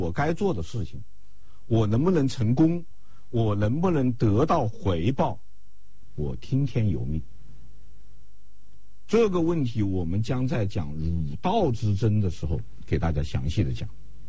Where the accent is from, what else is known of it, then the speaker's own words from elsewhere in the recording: China; 用我们中国人通常说的一句话来总结